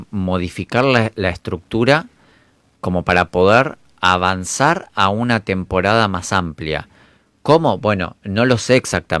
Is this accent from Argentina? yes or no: yes; Argentina